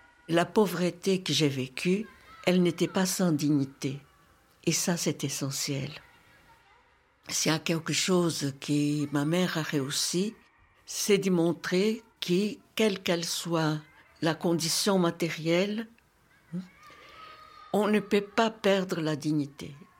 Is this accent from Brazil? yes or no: yes; São Paulo, Brazil; French is a second language; moved away; Je suis née à São Paulo, au Brésil, le 26 octobre 1947. São Paulo, à cette époque-là, était déjà une grande ville. Et nous vivions à la périphérie sud.